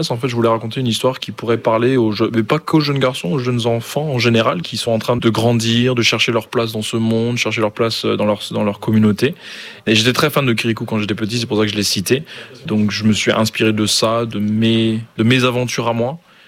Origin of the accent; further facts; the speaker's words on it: Ghana; now in France; J'ai découvert One Piece alors que j'étais encore au Ghana. J'ai grandi en Afrique de l'Ouest où malheureusement on n'a pas vraiment accès à tout ça comme en France.